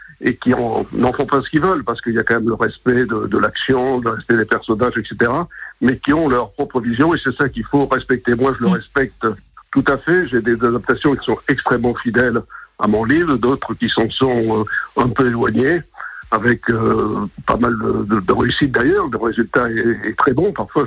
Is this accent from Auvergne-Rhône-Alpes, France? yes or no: no; Bordeaux, Nouvelle-Aquitaine, France; moved away; je rentre à Bordeaux, puisque je suis originaire de Bordeaux